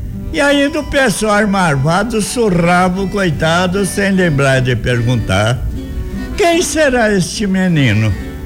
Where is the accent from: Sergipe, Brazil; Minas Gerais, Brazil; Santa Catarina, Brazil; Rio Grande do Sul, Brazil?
Minas Gerais, Brazil; Tupaciguara; moved away; also born or lived in São Paulo / Anápolis / Paraná; Já não sou criança mais. Sou filho de Tupaciguara. … Aqui é minha terra.